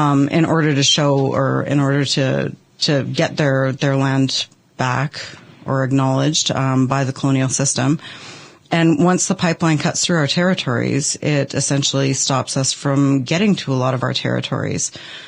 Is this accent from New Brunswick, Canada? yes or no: no; British Columbia, Canada; I'm Wet'suwet'en. I'm from Gidimden Clan and Kasiak House, which is Grizzly House.